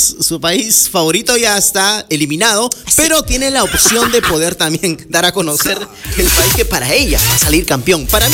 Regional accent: Peru; Yo soy peruano. Peruano

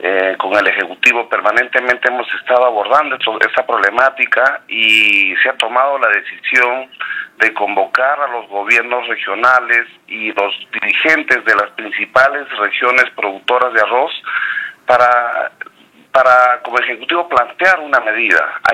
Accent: Peru; Somos peruanos

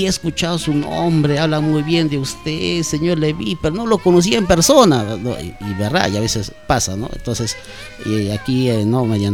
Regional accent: Mazamari, Junín, Peru; born there; Le había comentado de que mis padres son de San Domingo de Cobamba, pero yo nací aquí en Masamari

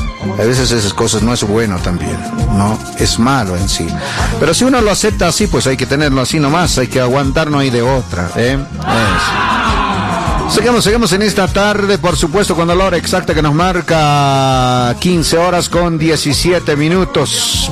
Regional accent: General Rodríguez, Buenos Aires Province, Argentina; desde General Rodríguez, Argentina, un saludito a los campeches, bolitas, indios. Este indio chusmero, como yo, argentino, no me gusta ser chusma.

